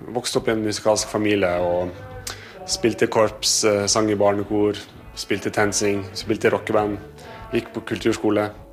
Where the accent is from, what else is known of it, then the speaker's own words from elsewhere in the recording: Western Norway, Norway; så jeg er vestlending, så jeg er vant til litt vær og regn og vind